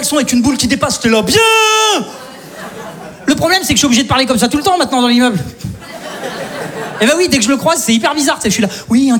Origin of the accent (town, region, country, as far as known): Saint-Étienne, Auvergne-Rhône-Alpes, France